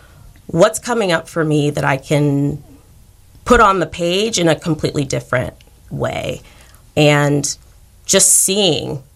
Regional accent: United States; I'm Nigerian American, so that is what I'm using in my book binding.

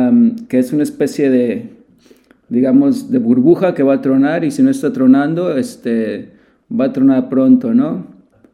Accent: Mexico; now in Berlin, Germany

